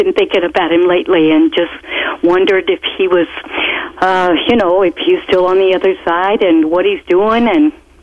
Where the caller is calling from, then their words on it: Newburyport, Massachusetts, United States; I'm calling from Newburyport, Massachusetts.